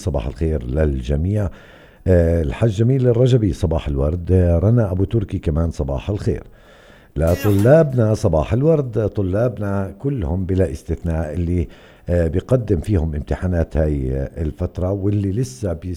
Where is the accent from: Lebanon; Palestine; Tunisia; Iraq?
Palestine; West Bank; عندنا في الضفة الغربية